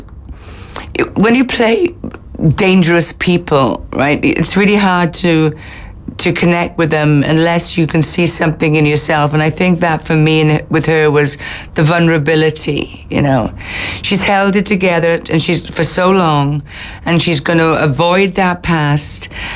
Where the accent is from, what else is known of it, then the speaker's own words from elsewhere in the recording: Wales, United Kingdom; moved away; I come from Wales, so I do windy roads.